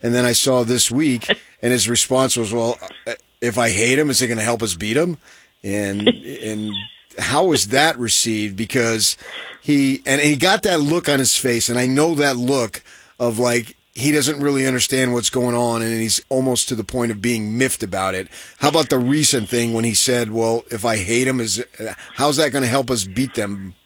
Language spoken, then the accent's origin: English; New Jersey, United States; I was born and raised in New Jersey, so I could relate to it.